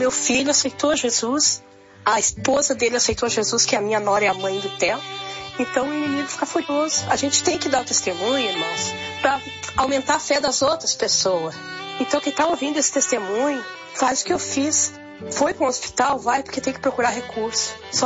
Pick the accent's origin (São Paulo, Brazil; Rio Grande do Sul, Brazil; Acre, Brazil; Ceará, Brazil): Rio Grande do Sul, Brazil; Alvorada; sou de Alvorada, Rio Grande do Sul.